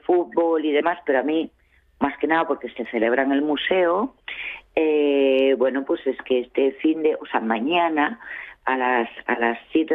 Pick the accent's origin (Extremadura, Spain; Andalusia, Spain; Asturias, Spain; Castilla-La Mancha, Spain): Asturias, Spain; Oviedo; also born or lived in Quirós; Yo soy hasta sexta generación de Quirós, pero por circunstancias, llámese años 70, nací en Oviedo, ya sabes, inmigración, cambio de ciudad, etcétera, etcétera, ¿no? Me crié en Oviedo